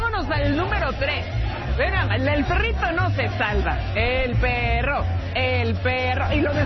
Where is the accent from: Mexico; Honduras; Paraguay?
Mexico